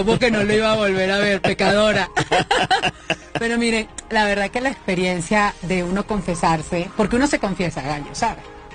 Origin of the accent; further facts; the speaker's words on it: Venezuela; soy venezolana